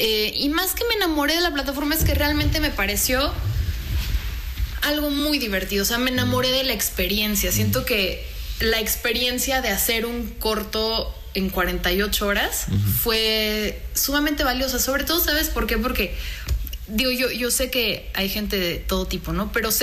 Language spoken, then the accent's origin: Spanish; Mexico; also born or lived in Italy / France; yo soy mexicana.